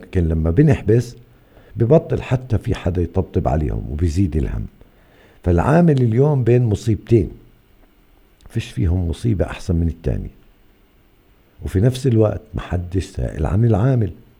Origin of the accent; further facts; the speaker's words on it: Hebron, West Bank, Palestine; عندنا في الخليل